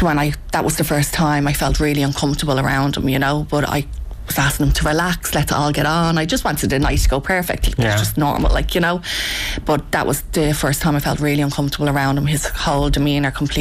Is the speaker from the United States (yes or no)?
no; Dublin, Leinster, Ireland; also born or lived in Drimnagh, Dublin; we grew up in Fatima from I was born up until the age of 12. Fatima was lovely, like, you know, at the time, like, lovely working strong families come from Fatima Mansions and had a normal childhood. I was the only child.